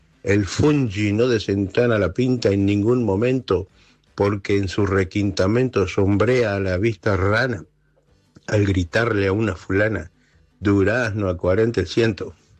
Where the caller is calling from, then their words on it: Tucumán, Argentina; de Tucumán. Tengo 55 años.